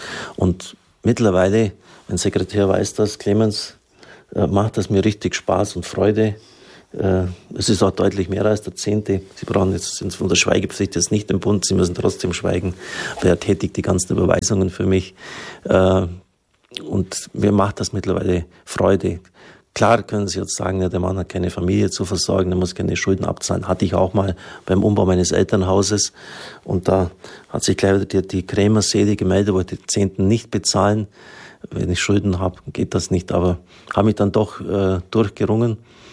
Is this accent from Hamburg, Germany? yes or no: no; Baden-Württemberg, Germany; Ich bin ein Schwabe.